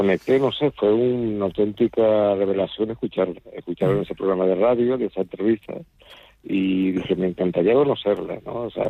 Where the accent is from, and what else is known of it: Tenerife, Canary Islands, Spain